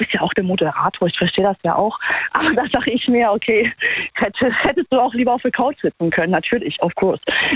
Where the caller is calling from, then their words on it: Trier, Rhineland-Palatinate, Germany; Hier, Trier.